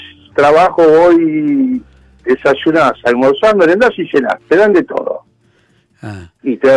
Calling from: Buenos Aires, Argentina; Yo vivo en un parador

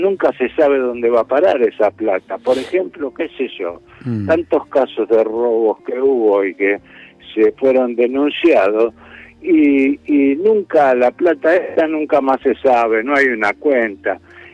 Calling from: San Martín, Buenos Aires Province, Argentina; de San Martín.

